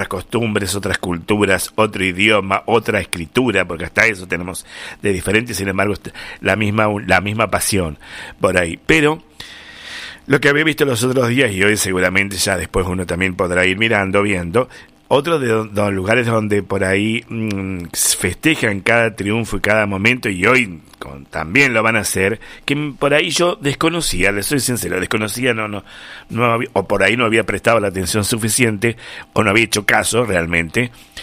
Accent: Argentina; nosotros mismos que somos argentinos.

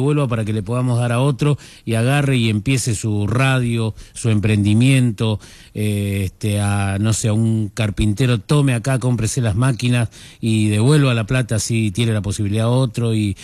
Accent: Argentina; como argentino hemos aprendido un montón de cosas.

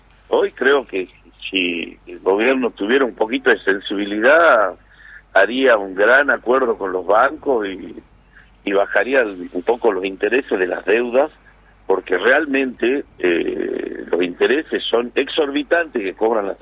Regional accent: Argentina

